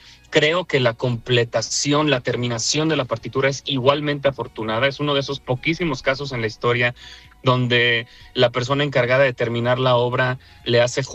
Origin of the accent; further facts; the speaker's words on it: Guanajuato, Mexico; born there; moved away; also born or lived in Mexico City / Italy; Yo nací en Guanajuato, la ciudad más bonita de México